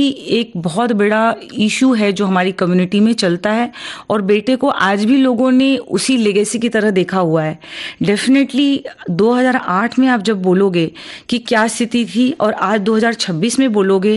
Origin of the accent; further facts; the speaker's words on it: Uttar Pradesh, India; क्योंकि हम उत्तर प्रदेश से हैं